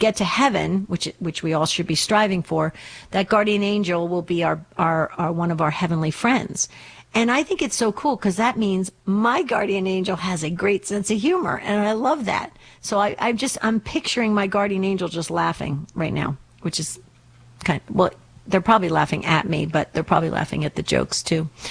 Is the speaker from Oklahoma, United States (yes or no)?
no; New Jersey, United States; now in Arizona, United States; New Jersey, my home state, Mattawan, New Jersey.